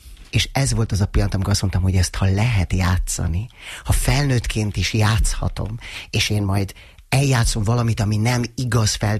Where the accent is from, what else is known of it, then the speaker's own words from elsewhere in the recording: Budapest, Hungary; Én a 12. kerületben egy gyönyörű utcában a Virányos úton nőttem föl, és én ott értem 16 éves koromig, és egy saját színpadom volt.